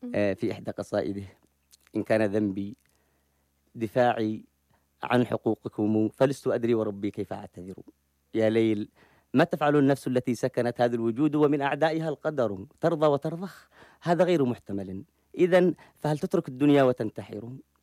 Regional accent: Yemen; في قريتي كنت طفلا، لكنني بسن الكبار كانوا زملاء وحتى الذين هم أكبر مني سنا

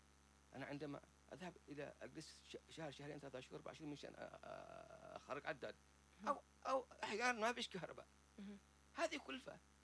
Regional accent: Yemen; هذه الأشياء كلها المؤسساتية عندنا في اليمن روتينية معقدة طويلة.

